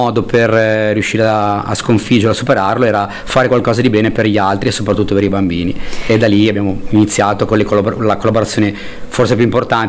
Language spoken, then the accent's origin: Italian; Genoa, Liguria, Italy; il cuore di Genova, soprattutto del Ponente, perché noi siamo di Pra